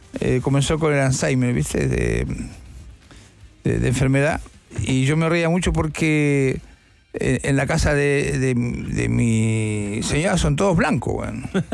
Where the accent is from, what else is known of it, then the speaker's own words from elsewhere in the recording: Buenos Aires, Argentina; born there; yo no soy porteño, porque yo nací en Capital Federal.